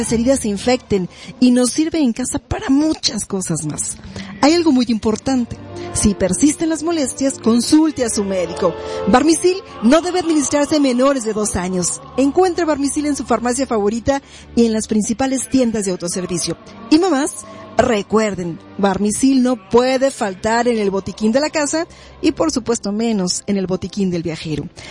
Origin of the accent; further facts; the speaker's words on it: Mexico; una de las figuras que ha sido más queridas en nuestro país